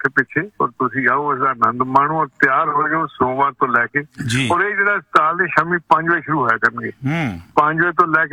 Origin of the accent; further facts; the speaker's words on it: Amritsar, Punjab, India; ਪਰ ਅਸੀਂ ਅੰਮ੍ਰਿਤਸਰ ਦੇ ਰਹਿਣ ਵਾਲੇ